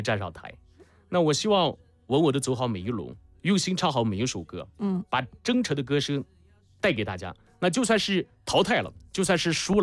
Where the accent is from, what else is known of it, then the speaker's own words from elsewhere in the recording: Shaanxi, China; born there; also born or lived in Beijing; 同时我们生在陕北